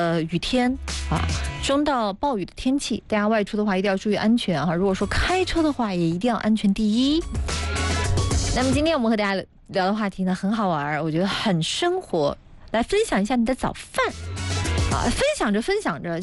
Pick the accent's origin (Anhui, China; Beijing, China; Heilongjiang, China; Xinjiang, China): Anhui, China; 尤其是咱们安徽人太幸福了